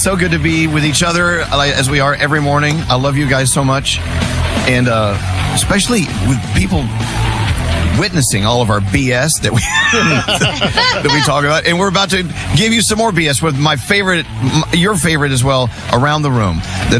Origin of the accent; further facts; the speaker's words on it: New Jersey, United States; also born or lived in New York; Well, no, we're not. I'm a New Yorker. I'm a New Jersey guy.